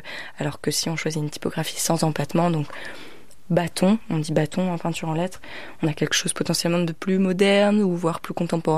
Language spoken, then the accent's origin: French; Pouldreuzic, Brittany, France; j'ai grandi à Poule-Rosier qui est du coche-truc.